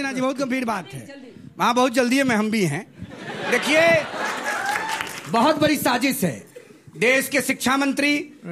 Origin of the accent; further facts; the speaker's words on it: Bihar, India; ये भोजपुरी का शब्द है, और हम लोग बहुत ज्यादा माँ बेटी की इज्जत करते हैं, बिहार के रहने वाले हैं।